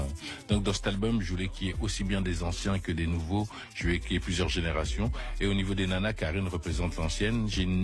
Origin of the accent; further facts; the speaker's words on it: France; also born or lived in Congo; Je suis né au Congo, j'ai grandi en France, mais avec la musique, je peux faire